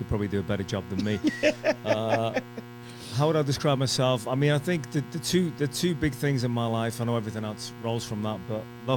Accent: Liverpool, North West England, United Kingdom; moved away; I'm from Liverpool, England originally.

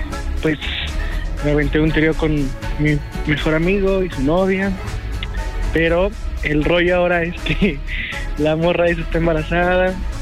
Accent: Ixtapaluca, State of Mexico, Mexico; Soy de Ixtapaluca.

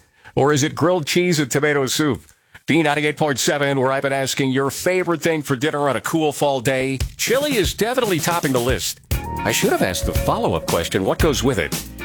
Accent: Colorado, United States; moved away; I grew up in Colorado

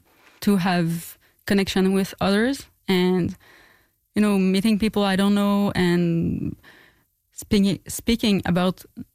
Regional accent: Quebec, Canada; we grew up in Gaspésie, nearby the sea, and like a very beautiful place, but also a place where you can feel like very lonely and feel the boredom

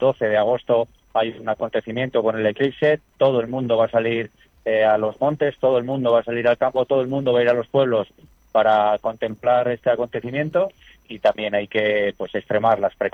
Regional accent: Castile and León, Spain; siempre somos castellanos, ¿eh? Y somos gente sobria, somos gente también austera y somos gente que cuando está a la mano cumple, y cumple siempre.

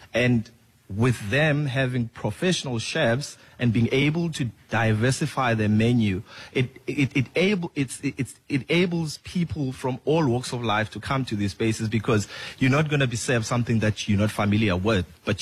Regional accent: Cape Town, Western Cape, South Africa; I'm from Khayelitsha.

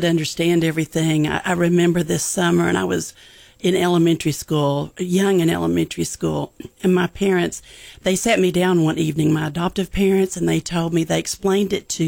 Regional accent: Wichita Falls, Texas, United States; born there; I was born in Wichita Falls.

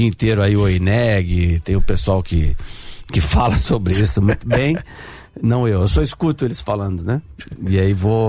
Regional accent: Brazil; sou brasileiro, não me orgulho não

